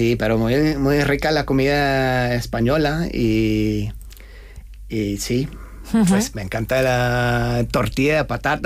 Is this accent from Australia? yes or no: yes; Australia; moved away as an adult; also born or lived in London, United Kingdom; yo salí de Australia por primera vez con 18 años y viajaba, bueno, viví en Londres un par de años y viajaba por Europa, África, Asia